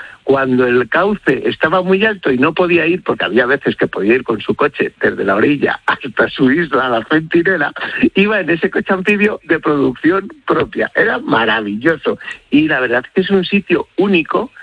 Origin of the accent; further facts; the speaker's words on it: Ávila, Castile and León, Spain; Si yo soy de Ávila, soy un abulense genético que es que me he criado gracias a las patatas revolconas